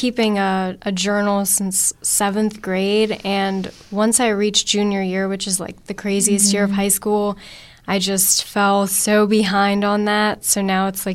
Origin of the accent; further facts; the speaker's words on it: Pittsburgh, Pennsylvania, United States; I'm from Highland Park.